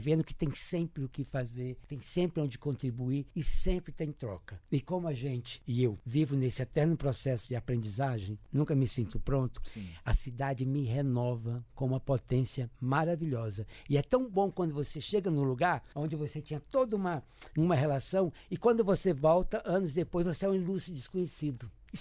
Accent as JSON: {"language": "Portuguese", "town": "Taguatinga", "region": "Federal District", "country": "Brazil", "tie": "born there", "also_born_or_lived": "Corinto, Minas Gerais", "said": "a minha adolescência se deu, a minha vida, eu fui criado em Taguatinga, né?"}